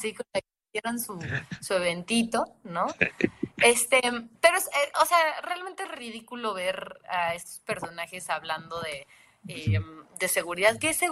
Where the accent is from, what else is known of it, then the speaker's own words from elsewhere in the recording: Benito Juárez, Mexico City, Mexico; O sea, todos, miren, yo soy de Benito Juárez, a quienes nos están escuchando, yo soy de Benito Juárez.